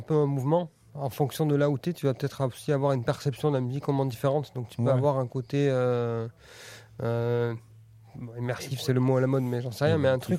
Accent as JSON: {"language": "French", "town": "Pau", "region": "Nouvelle-Aquitaine", "country": "France", "said": "on fait partie du collectif Art Brut à Pau, dans le Béarn."}